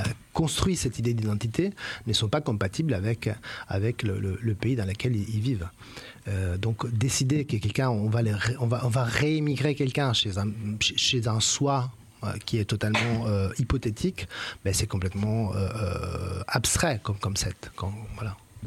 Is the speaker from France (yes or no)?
no; Verona, Veneto, Italy; Moi, à chaque fois, je parle de ma ville natale, Vérone.